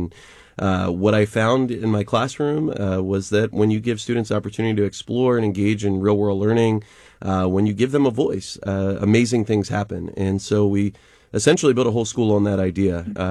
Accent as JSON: {"language": "English", "region": "East Coast", "country": "United States", "said": "I'm originally from the East Coast"}